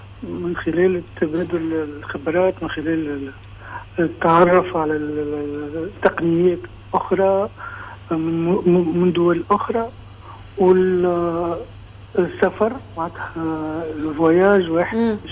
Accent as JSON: {"language": "Arabic", "country": "Tunisia"}